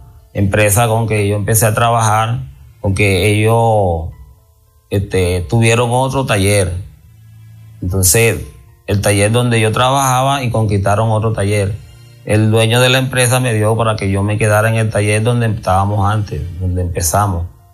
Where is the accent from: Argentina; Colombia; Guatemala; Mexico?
Colombia; moved away as an adult; now in Venezuela; Yo vine de Colombia hacia Venezuela con un propósito de trabajar, de emprender, de seguir adelante.